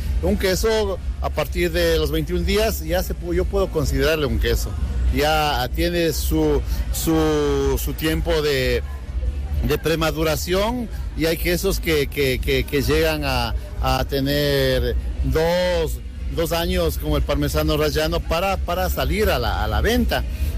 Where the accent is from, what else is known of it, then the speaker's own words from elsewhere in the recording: Ecuador; Siempre en Ecuador, mi papá, cuando se levantaba en la mañana, sintonizaba solo radios de Colombia, porque eran las que entraban, Todelar, Caracol, CRN, que eran las tres radios fuertes que entraban a Ecuador, y me crié escuchando los programas agropecuarios